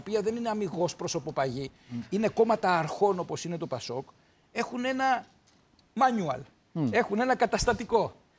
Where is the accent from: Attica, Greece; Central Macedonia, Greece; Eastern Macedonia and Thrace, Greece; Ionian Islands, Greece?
Ionian Islands, Greece; Kefalonia; στην ιδιαίτερη πατρίδα μου στην Κεφαλονιά